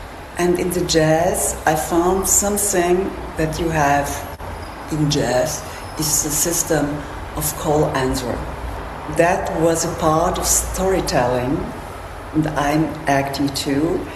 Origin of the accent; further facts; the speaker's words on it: Vienna, Austria; So I grew up in the classical world in Vienna. That was also from the background of my parents.